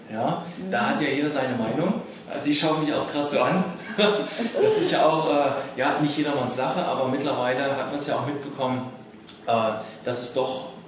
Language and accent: German; Halle, Saxony-Anhalt, Germany